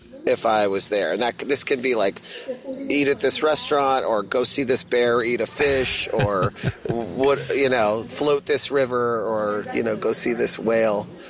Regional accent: Texas, United States

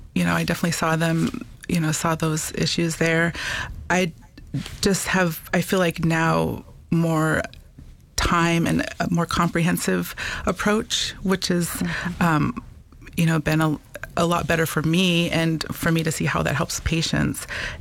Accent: Montana, United States; I grew up on the Northern Cheyenne Reservation

